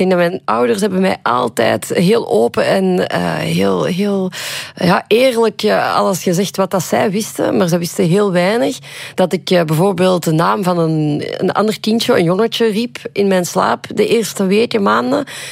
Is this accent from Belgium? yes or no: yes; Flanders, Belgium; moved away as an adult; also born or lived in Patna, India; Limburgse klei, om het zo te zeggen. En dan misschien ook een beetje uit India. Maar vooral, ik ben opgegroeid in Limburg en ik woon nu in de grote of naast de grote stad. En ik heb heel veel liefde voor waar ik ben opgegroeid.